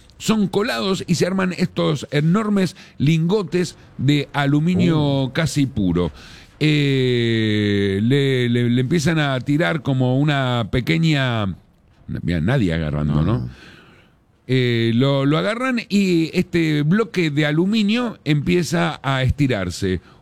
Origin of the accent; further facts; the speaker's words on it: Bolivia; Yo como boliviano, 8:30 ya estamos cenando